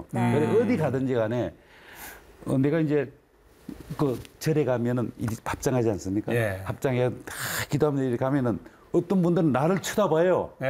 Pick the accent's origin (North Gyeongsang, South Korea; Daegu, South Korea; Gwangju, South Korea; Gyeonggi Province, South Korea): North Gyeongsang, South Korea; Sangju; moved away; 제가 그 고향이 상주인데요. … 그래서 처음에 서울에서 고등학교를 졸업하고